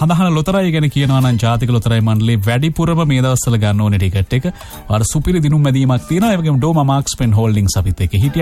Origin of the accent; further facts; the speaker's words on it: Matara, Southern Province, Sri Lanka; born there; moved away; ඉස්සර අපි ගමේ ගියාම අපේ ගම මාතරනේ.